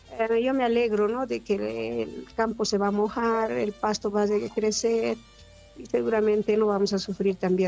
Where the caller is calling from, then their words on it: Llallagua, Potosí, Bolivia; como somos de Llayaguas, a veces vemos este cambio de clima y por estas alturas creo que es seguido